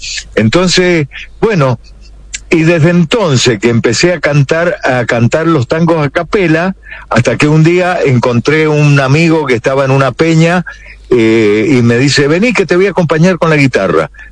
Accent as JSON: {"language": "Spanish", "country": "Argentina", "said": "En este hermoso país, que es mi tierra, la Argentina, estar en una radio es lo mejor que me puede pasar."}